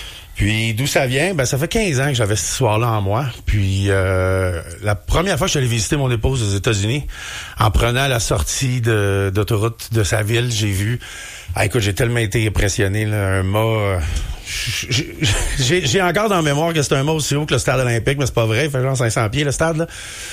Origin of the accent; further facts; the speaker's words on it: Quebec, Canada; moi en plus, moi je suis un Québécois, hein